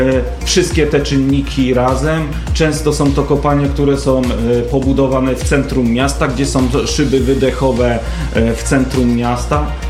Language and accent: Polish; Kłodawa, Greater Poland Voivodeship, Poland; wszyscy tutaj jak siedzimy w szóstkę, jesteśmy z Kłodawy, jesteśmy mieszkańcami.